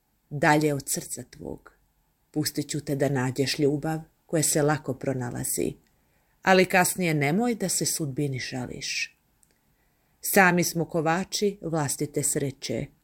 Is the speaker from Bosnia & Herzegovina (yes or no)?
yes; Bosnia & Herzegovina; born there; Rođena sam u Bosni i Hercegovini, živim u gradu Banja Luka.